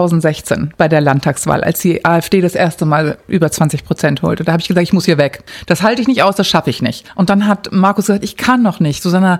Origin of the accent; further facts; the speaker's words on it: Cuxhaven, Lower Saxony, Germany; also born or lived in Hamburg; Ich bin eine Hamburgerin und dann in Cuxhaven groß geworden und habe mein Leben lang nur in Westdeutschland gelebt.